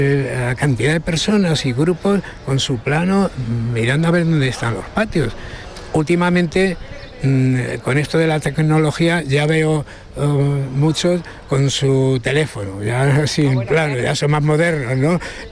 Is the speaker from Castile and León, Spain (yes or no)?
no; Toledo, Castilla-La Mancha, Spain; somos toledanos